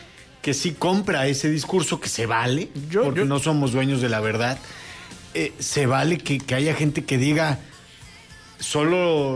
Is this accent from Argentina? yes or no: no; Mexico; podemos decir que en materia de seguridad hacemos las cosas mejores como mexicanos que los estadounidenses.